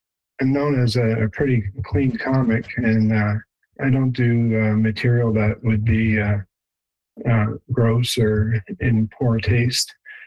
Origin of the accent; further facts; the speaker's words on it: Windsor, Ontario, Canada; I'm originally a Southern Ontario boy, so I like to go back to Windsor, which is my hometown. I've got family in London, in Ottawa, and Toronto.